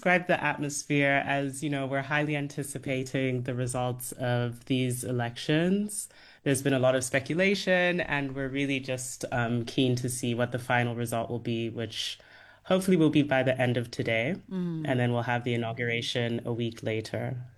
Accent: Zambia; moved away as an adult; also born or lived in Ghana / Cape Town, South Africa

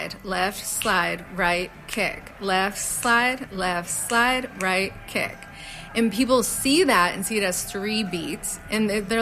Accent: Louisiana, United States; now in Nashville, United States; I moved here from Southwest Louisiana 11 years ago, and I realized that I was already a musician.

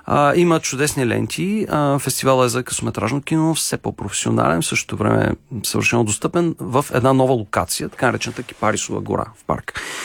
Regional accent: Stara Zagora, Stara Zagora Province, Bulgaria; born there; now in Sofia, Bulgaria; роден съм в Стара Загора и гледам да не губя връзката с града.

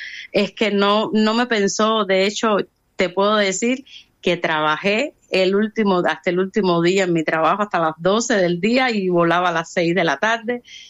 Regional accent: Cuba; moved away as an adult; now in León, Spain; Sí, soy cubana y soy bisnieta de aquí, de un descendiente de León, de Benavides, de Órbigo, de Antoñán del Valle.

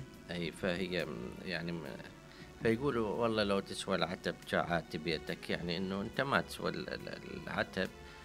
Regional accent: Iraq; عندنا بالعراق

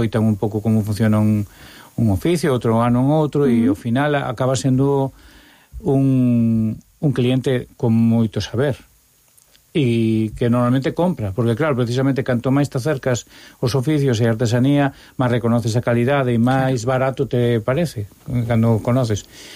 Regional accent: Santiago de Compostela, Galicia, Spain

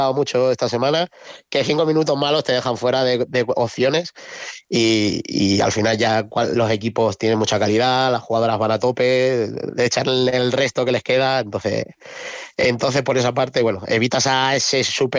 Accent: Puertollano, Castilla-La Mancha, Spain; yo que soy aquí de Puerto Llano

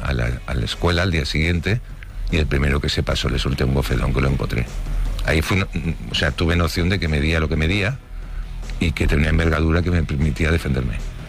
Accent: Barcelona, Catalonia, Spain; born there; Pero si yo nací en Barcelona, porque soy murciano.

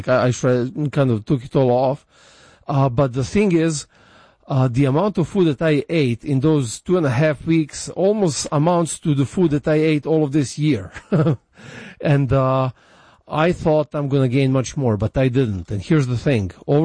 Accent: Serbia; moved away; I went, to Serbia, to my home country, that I moved out from more than 20 years ago.

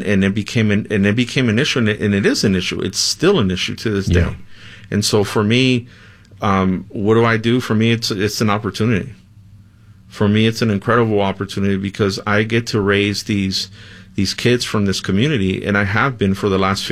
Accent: Watts, California, United States; also born or lived in Mexico; So, although I was born in Mexico, I was raised in Watts, and at a young age, I got, you know, initiated into a gang

